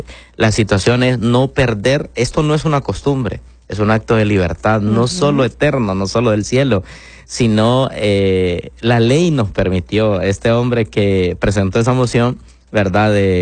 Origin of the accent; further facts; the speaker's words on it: Honduras; Y ese es nuestro deber como hondureños